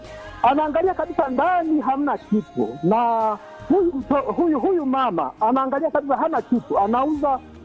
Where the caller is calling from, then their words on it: Mafinga, Iringa, Tanzania; napiga simu kutoka Mafinga.